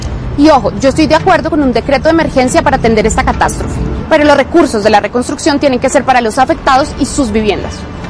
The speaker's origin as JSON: {"language": "Spanish", "country": "Colombia", "said": "quienes terminaremos pagando somos todos los colombianos."}